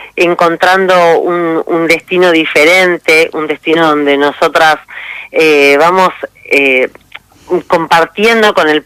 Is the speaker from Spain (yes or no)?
no; Argentina; no nos quedamos quietas, somos mujeres, somos argentinas